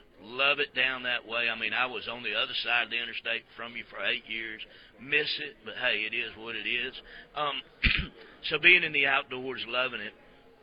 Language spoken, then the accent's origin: English; Montgomery, Alabama, United States; I grew up in Montgomery, in the city, on the south side of Montgomery.